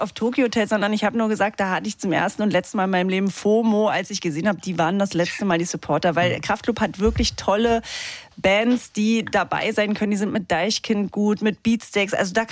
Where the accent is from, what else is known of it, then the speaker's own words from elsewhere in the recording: Saxony-Anhalt, Germany; Ja, ich bin aus Sachsen-Anhalt und bei 4x4 geht es so, du musst wegfahren. Obwohl es deine Heimat ist, musst du wegfahren, um dich irgendwie zu finden und wohlzufühlen.